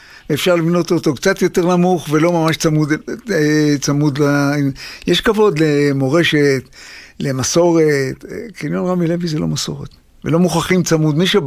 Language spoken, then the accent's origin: Hebrew; Ramat Gan, Tel Aviv District, Israel; אני מאזור רמת גן למשל, גבעתיים